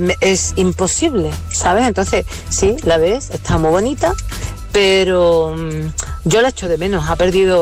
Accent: Seville, Andalusia, Spain; yo soy de Sevilla y bueno, en fin, mi ciudad se ha convertido en un parque temático.

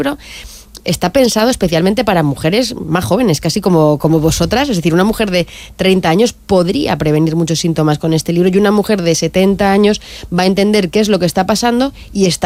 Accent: Cuenca, Castilla-La Mancha, Spain; Bueno, yo soy de Cuenca, mi pueblo se dice o la gran sequía o la gran remoja.

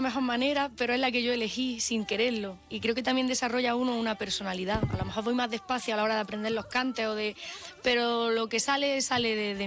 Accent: Caniles, Andalusia, Spain; Cantarle a mi pueblo y encima le he escrito una canción a mi pueblo es como la mejor bendición que puede tener una persona.

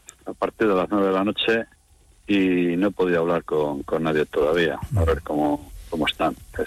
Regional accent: Venta de Baños, Castile and León, Spain; Yo, mira, soy nacido aquí en Venta de Baños, sí. Lo conozco todo eso, no

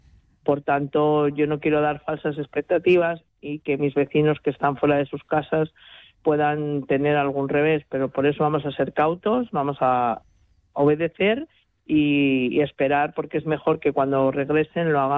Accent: Casillas, Spain; Yo estoy en Casillas, yo no he abandonado mi pueblo.

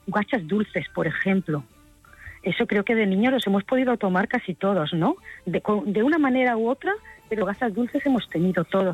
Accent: Granada, Andalusia, Spain; Bueno, yo soy de Granada.

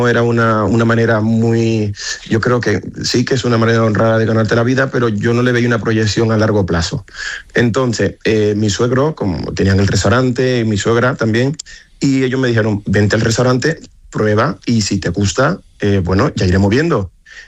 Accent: Dominican Republic; now in Spain; yo me presenté como dominicano.

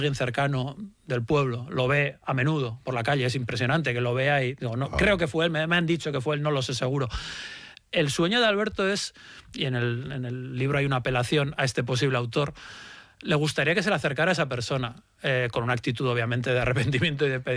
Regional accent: San Sebastián, Basque Country, Spain; yo soy de Donostiarra del 76, pero yo creo que los que fuimos niños en los 80... los niños vascos de los 80 todos nos decían

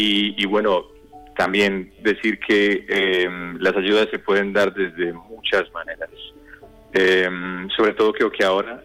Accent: Colombia; los vecinos de aquí, tanto los que somos colombianos como los que no, hemos estado activamente recogiendo fondos

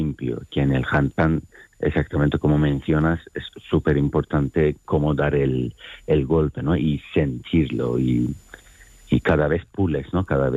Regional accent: Iran; Spanish is a second language; Irán es como doble de España de grande, 90 millones de habitantes, muchas etnias. Yo soy turco de Irán y mucha gente muy bonita, mucha cultura

